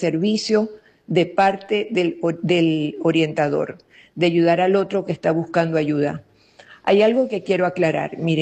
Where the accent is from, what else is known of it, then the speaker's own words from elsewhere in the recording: Venezuela; como todo venezolano nos ha pasado